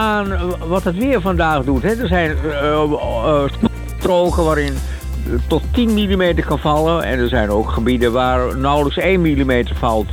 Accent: Overijssel, Netherlands; born there; Mijn geboortestreek.

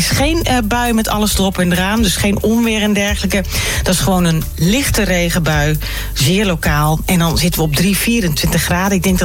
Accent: Netherlands; ja, en wij als Nederlanders die zijn toch wel een beetje gewend om een beetje tussen de buien door te laveren.

